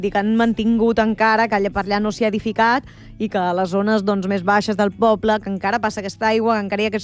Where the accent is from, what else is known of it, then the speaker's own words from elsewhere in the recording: Caldes de Montbui, Catalonia, Spain; Clar, és que jo sóc de Caldes de Montbui i em parles d'aigües termals i, home, clar, les tinc a casa